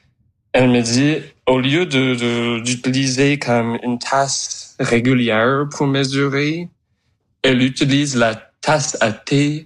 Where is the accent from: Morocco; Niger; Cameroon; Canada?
Canada; Conception Bay South, Newfoundland and Labrador; also born or lived in France; moi, j'ai grandi à Conception Bay South, c'est juste à côté de St. John's.